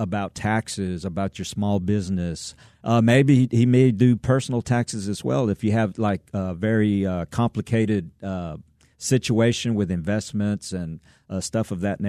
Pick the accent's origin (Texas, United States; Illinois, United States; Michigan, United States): Texas, United States; Odessa; because I am from Odessa, Texas.